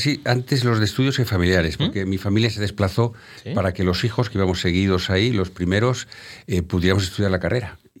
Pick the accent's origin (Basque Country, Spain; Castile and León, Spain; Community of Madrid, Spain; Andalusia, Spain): Castile and León, Spain; León; born there; also born or lived in Palencia; now in Valladolid, Spain; me considero vallisoletano, aunque soy de origen leonés, nací en León y me considero también muy, muy leonés.